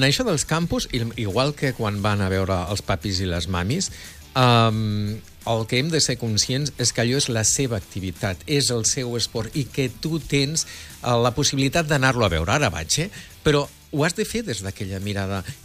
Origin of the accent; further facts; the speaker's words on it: Vila-seca, Catalonia, Spain; jo sóc de Vilaseca, de Tarragona, i allà tenim les muntanyes també molt a prop